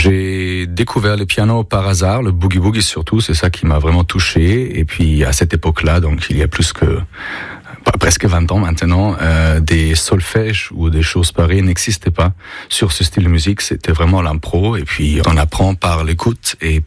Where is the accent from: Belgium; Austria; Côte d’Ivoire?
Austria; Innsbruck, Tyrol; French is a second language; moved away as an adult; now in Ribérac, France; Je suis pianiste voyageur originaire d'Autriche. J'habite dans notre joli Périgord depuis plus que 10 ans, près de Ribérac.